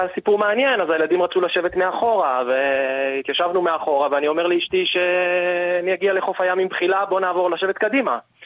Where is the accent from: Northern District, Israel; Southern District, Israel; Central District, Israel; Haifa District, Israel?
Central District, Israel; Tzoran; אני מהיישוב צורן.